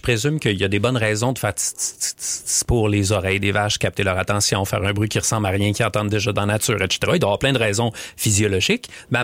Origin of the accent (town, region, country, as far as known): Quebec City, Quebec, Canada